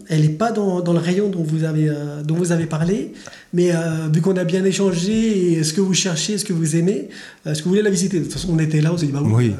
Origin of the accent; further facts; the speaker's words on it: Saint-Denis, Île-de-France, France; born there; moved away as an adult; J'ai toujours dit à ma mère que j'étais pas né au bon endroit. pour un ordre d'idée, moi je suis né en Île-de-France dans le 93 à Saint-Denis.